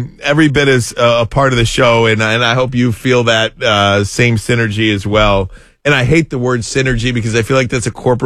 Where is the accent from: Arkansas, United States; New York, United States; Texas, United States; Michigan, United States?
Michigan, United States; Detroit; as a kid growing up in the Metro Detroit area in the state of Michigan